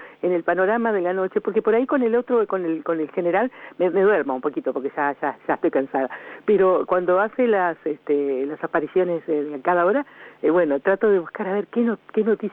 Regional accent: Chascomús, Buenos Aires Province, Argentina; born there; moved away; Así era Chascomús, o así es mi pueblo

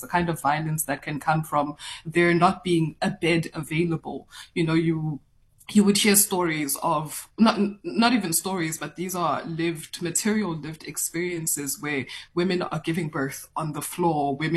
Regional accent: Mpumalanga, South Africa; born there; moved away as an adult; also born or lived in Pretoria; So I moved back to Mpumalanga from Pretoria to take care of her.

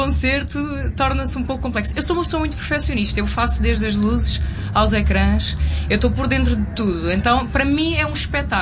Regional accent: Madeira, Portugal; sabes que eu sou madeirense, também.

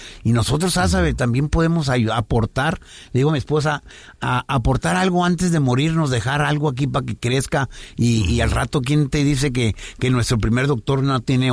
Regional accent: Sonora, Mexico; pero es realmente muy tranquilo, y su gente son un amor de personas, como somos los de Sonora.

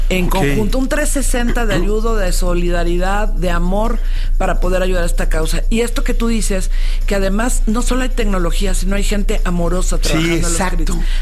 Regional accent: Mexico City, Mexico; No, yo soy aquí de Ciudad de México.

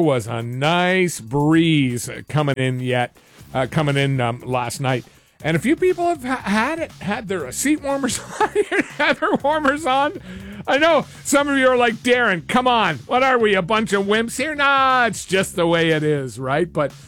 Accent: Canada; so many great things about being Canadian

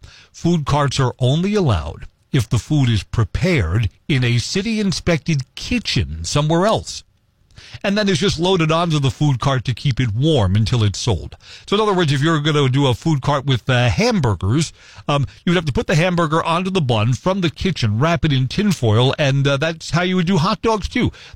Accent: New York City, New York, United States; now in Wisconsin, United States; I mean, I grew up in Brooklyn. I know all five boroughs of New York, Manhattan, Staten Island, the Bronx, Queens.

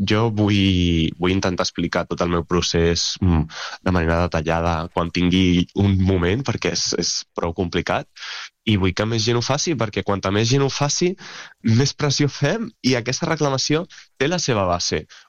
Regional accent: Pineda de Mar, Catalonia, Spain; moved away as an adult; now in Cerdanyola del Vallès, Spain; jo sóc de Pineda de Mar i ara visc a Cerdanyola.

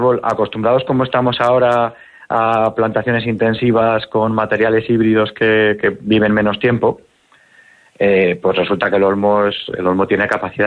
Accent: Soria, Castile and León, Spain; pues estoy yo, que soy soriano, aunque mi empresa está en Burgos, pero yo trabajo en todo el territorio y soy de Soria.

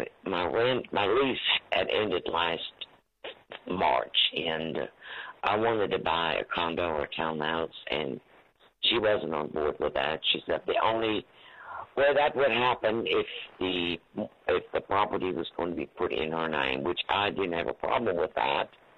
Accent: Germany; English is a second language; now in United States; I was born and raised in Germany. My husband was from this area. He's passed.

